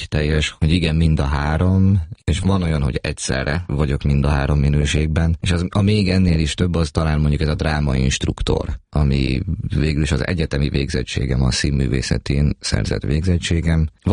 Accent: Putnok, Borsod-Abaúj-Zemplén, Hungary; Igen, Putnokon nőttem föl gyerekként.

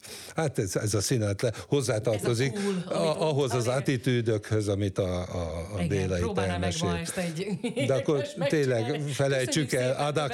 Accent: Sopron, Győr-Moson-Sopron, Hungary; én soproni vagyok

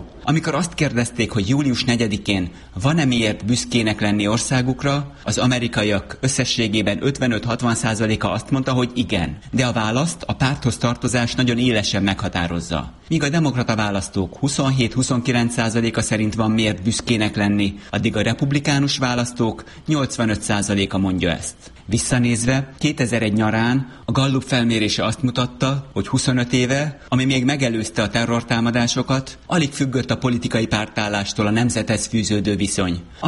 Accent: Hungary; én magyar vagyok

